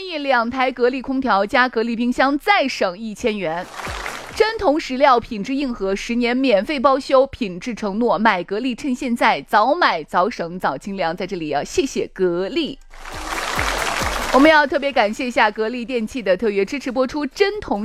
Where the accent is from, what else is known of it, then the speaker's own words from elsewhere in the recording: Chang'an County, Shaanxi, China; 我是长安县的啊，